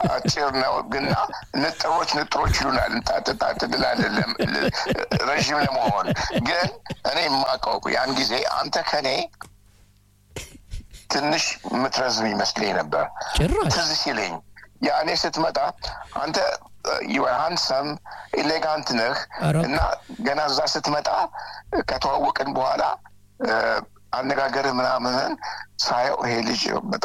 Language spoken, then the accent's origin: Amharic; Addis Ababa, Ethiopia; አኔ ተዝም ለኛ ያ በብዛት የሰሜን ልጆች ነን